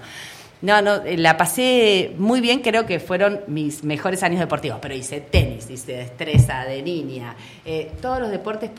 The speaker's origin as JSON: {"language": "Spanish", "region": "Neuquén", "country": "Argentina", "said": "Yo soy de Neuquén."}